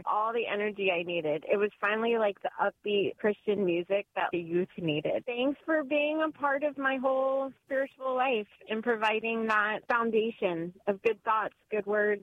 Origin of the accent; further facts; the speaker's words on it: Tampa, Florida, United States; Born and raised in Tampa, I remember being 6 years old and my mom said, let's go to the mall and meet the DJs for this new Catholic radio station.